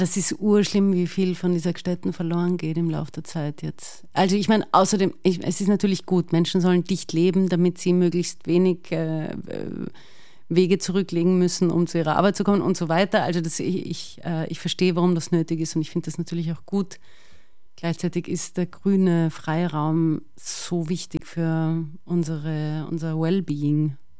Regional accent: Vienna, Austria; ich bin Wienerin. Mhm. Und ich finde, also erstaunlicherweise empfinde ich die Stadt Wien auch als mein Zuhause, so richtig, das hat so ein richtiges Zuhausegefühl.

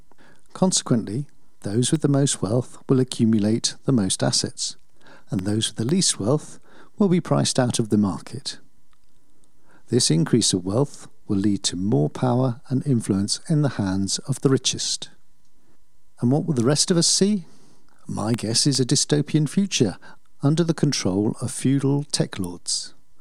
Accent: England, United Kingdom; I'm an Englishman living in Obertown

